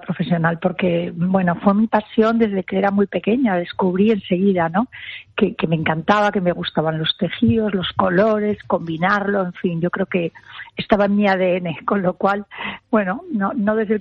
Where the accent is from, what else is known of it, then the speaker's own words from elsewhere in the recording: León, Castile and León, Spain; moved away as an adult; now in Madrid, Spain; yo soy leonesa